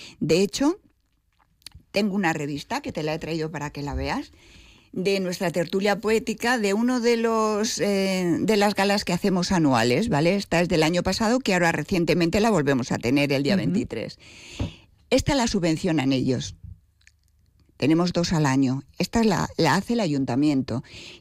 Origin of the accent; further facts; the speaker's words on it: Alcalá de Henares, Community of Madrid, Spain; moved away as an adult; now in Torrejón de Ardoz, Spain; Sí, bueno, vamos a poner mitad y mitad, porque prácticamente desde los 18 años vivo en Torrejón y Alcalá siempre para mí es Alcalá, porque toda mi familia es de aquí. Mi linaje está aquí.